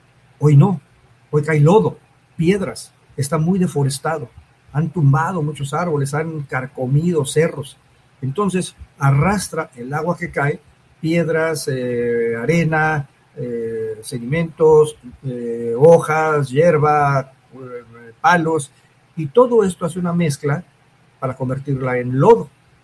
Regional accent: Mexico City, Mexico; moved away; mucho de mi vida la pasé donde soy originario, de la Ciudad de México, y ahí los temblores son cotidianos

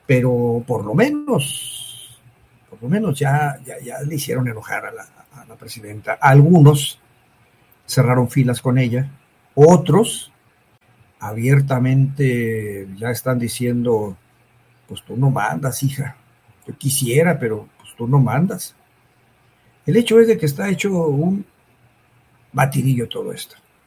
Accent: Mexico; como mexicanos, pues nos pega

